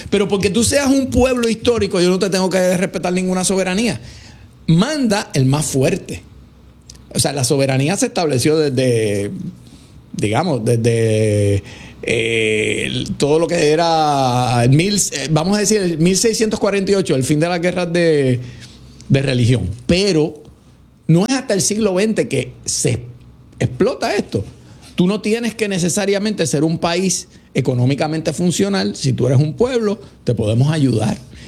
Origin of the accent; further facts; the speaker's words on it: Puerto Rico; en Puerto Rico tenemos el tax local más alto de todo el sistema federal